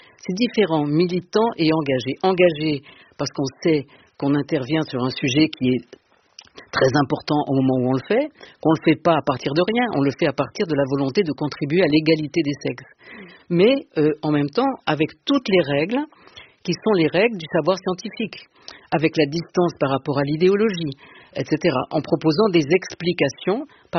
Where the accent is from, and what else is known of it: Marseille, Provence-Alpes-Côte d'Azur, France; moved away as an adult; now in Paris, France